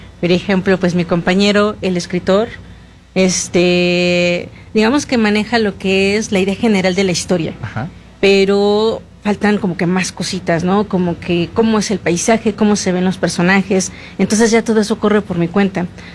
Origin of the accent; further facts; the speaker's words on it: Tlaxcala, Mexico; yo soy de Tlaxcala, pongo la radio local